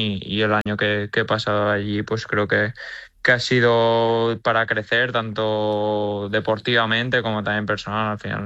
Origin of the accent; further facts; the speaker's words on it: San Sebastián, Basque Country, Spain; born there; Sí, yo nací en Donosti, sí.